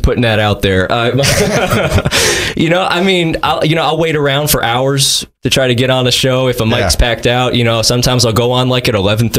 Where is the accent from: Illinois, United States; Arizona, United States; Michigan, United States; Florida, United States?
Michigan, United States; Detroit; I'm from Detroit.